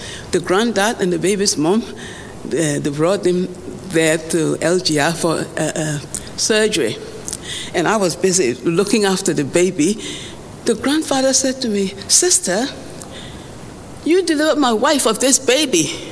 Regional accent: Liberia; moved away as an adult; now in Dewsbury, United Kingdom; I came from Liberia, West Africa, in 1972. I came to learn to be a nurse.

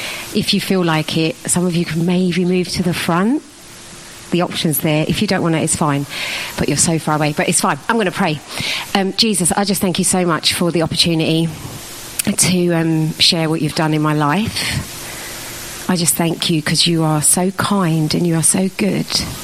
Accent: London, United Kingdom; So I grew up in East London, and my family were brought up, like my family were a Hindu background, and so when I grew up there was a lot of just Hinduism around

